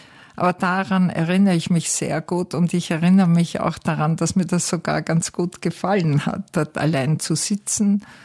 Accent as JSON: {"language": "German", "town": "Haag am Hausruck", "region": "Upper Austria", "country": "Austria", "tie": "born or raised there", "also_born_or_lived": "Wels / Vorchdorf", "said": "Ich bin geboren in Wels, allerdings, glaube ich, habe ich mich dort als Neugeborenes bestenfalls 2 Tage oder 3 aufgehalten. Dann war es zuerst Haag am Hausruck und dann Forchdorf. Und dann wieder Haag am Hausruck."}